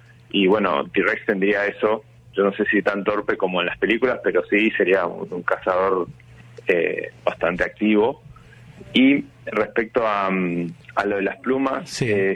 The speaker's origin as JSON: {"language": "Spanish", "country": "Argentina", "said": "nos enorgullece a todos como argentinos"}